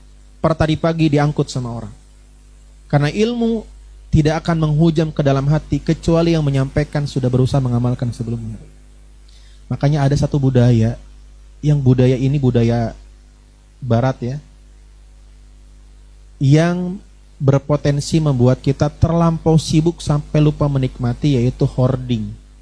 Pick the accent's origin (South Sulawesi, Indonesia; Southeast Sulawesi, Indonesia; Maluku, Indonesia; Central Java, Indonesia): Central Java, Indonesia; Brebes; moved away; di tempat tinggal saya dulu di Brebes. Saya asalnya dari Brebes, Jawa Tengah.